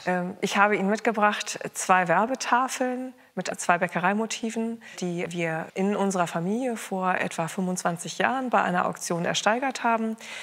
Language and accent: German; Hamburg, Germany; Ich komme aus Hamburg, die Luft soll ja auch etwas feuchter dort sein.